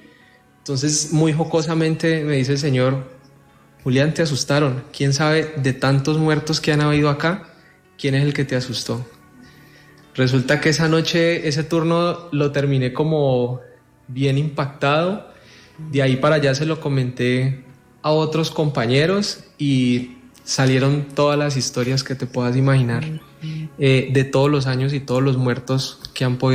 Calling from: Palmira, Valle del Cauca, Colombia; yo soy de Palmira, Valle del Cauca. Trabajé en un ingenio azucarero.

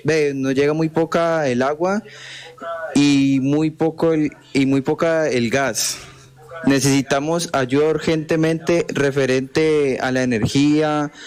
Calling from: Cali, Valle del Cauca, Colombia; me comunico desde Cali, específicamente Barrio La Selva.

